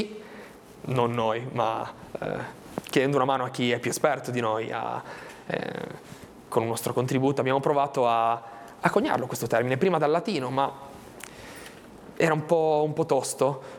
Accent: Albenga, Liguria, Italy; E prima il nostro comune di Albenga, noi siamo di Albenga … di Albenga

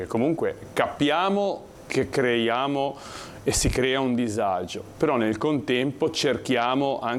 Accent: Genoa, Liguria, Italy

